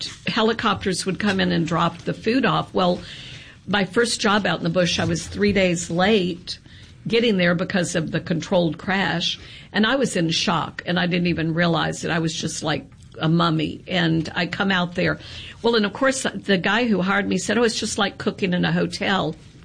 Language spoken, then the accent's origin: English; Natchez, Mississippi, United States; also born or lived in Alaska / Paris / San Francisco; I think about growing up in Natchez with like the soup course.